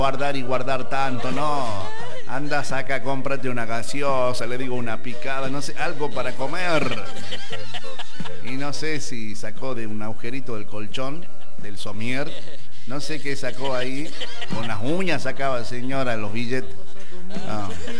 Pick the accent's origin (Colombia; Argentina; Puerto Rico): Argentina; Y nosotros somos los argentinos.